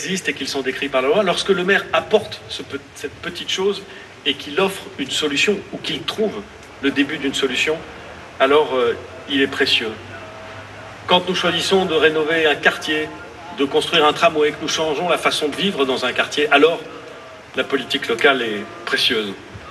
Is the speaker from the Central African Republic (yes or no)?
no; Hauts-de-France, France; also born or lived in Le Havre; mais aussi parce que moi aussi je suis du Nord. Moitié Havrais, moitié Lillois.